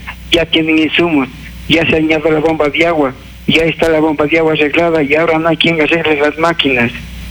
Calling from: Ambato, Tungurahua, Ecuador

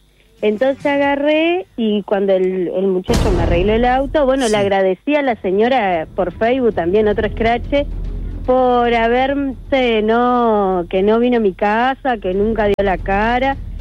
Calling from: Colonia Valdense, Colonia, Uruguay; Yo vivo en Colonia Valdense.

